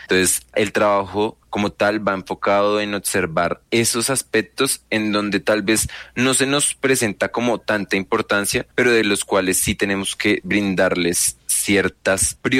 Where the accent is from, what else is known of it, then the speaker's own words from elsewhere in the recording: Colombia; en mi territorio, en mi país